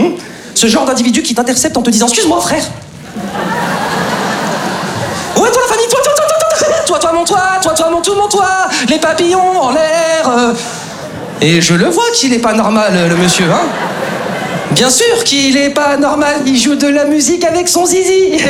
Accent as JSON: {"language": "French", "town": "Lyon", "region": "Auvergne-Rhône-Alpes", "country": "France", "lives_now": "Paris, France", "said": "je suis originaire de province, je suis originaire de Lyon. Et c'est vrai qu'avant de m'installer sur Paris"}